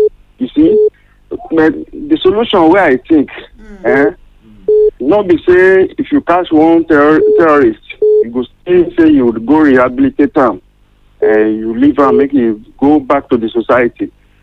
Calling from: Nigeria; Yes, I'm calling from Gbokoda.

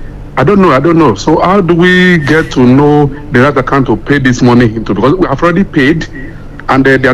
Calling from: Akure, Ondo, Nigeria; I'm from Akure here.

